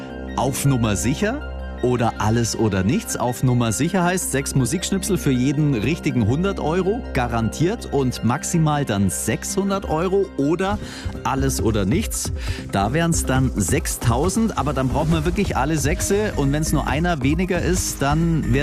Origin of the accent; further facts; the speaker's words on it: Augsburg, Bavaria, Germany; born there; now in Middle Franconia, Germany; Ich bin ja Schwabe in Augsburg geboren, aber lebe mittlerweile in Mittelfranken.